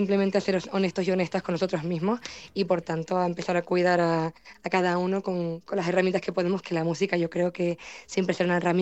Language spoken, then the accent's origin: Spanish; La Palma, Canary Islands, Spain